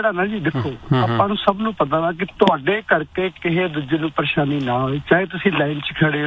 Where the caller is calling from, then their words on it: Canada; ਅਸੀਂ ਕੈਨੇਡਾ ਵਾਲੇ